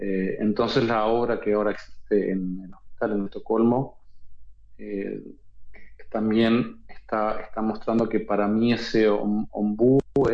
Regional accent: Uruguay; También como parte de esta obra y el hecho de que soy de Uruguay, una cosa que creo que a todos los artistas en Uruguay le pasa en algún momento

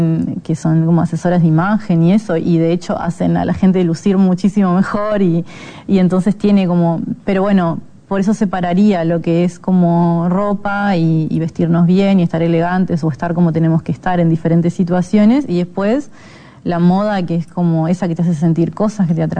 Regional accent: Uruguay; ¿cómo somos los uruguayos?

